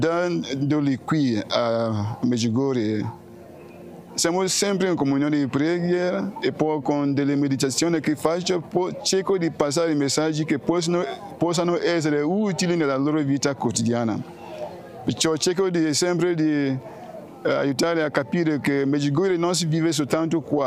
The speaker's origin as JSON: {"language": "Italian", "country": "Nigeria", "moved": "yes", "lives_now": "Rome, Italy", "said": "sono della Nigeria, ma ora sto a Roma, nella parrocchia di Santa Chelidonia, vicino a Subiaco."}